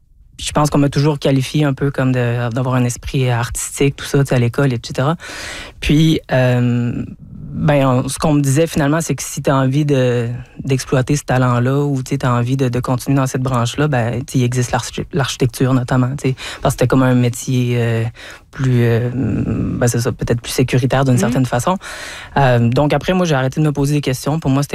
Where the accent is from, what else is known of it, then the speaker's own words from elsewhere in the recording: Alma, Quebec, Canada; moi, bon, je viens d'Alma, puis on habitait proche du parc Falaise.